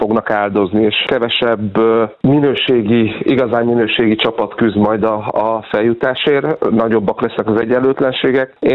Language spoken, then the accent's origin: Hungarian; Székesfehérvár, Fejér, Hungary; ezt sokan tudják róla, hogy én fehérvári vagyok, én ott nőttem föl, és ebben a klubban is sportoltam sokáig.